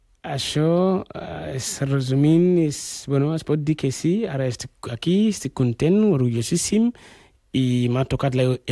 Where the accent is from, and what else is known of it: Ghana; also born or lived in Libya; now in Spain